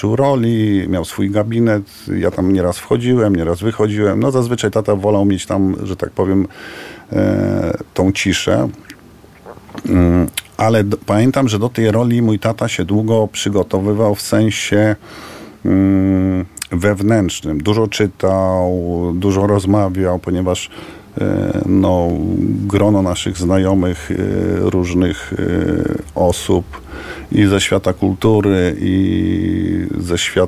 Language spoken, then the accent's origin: Polish; Warsaw, Masovian Voivodeship, Poland; born there; ja się urodziłem w Warszawie, tak, jestem warszawiakiem, notabene urodzony gdzie, no w Szpitalu Praskim, czyli nie ma cwaniaka nad warszawiaka